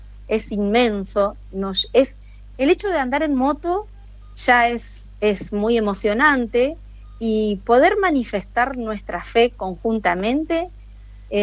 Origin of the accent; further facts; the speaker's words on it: Santo Tomé, Santa Fe, Argentina; Bueno, soy de Santo Tomé, Santa Fe … mamá de 3 chicos y un nieto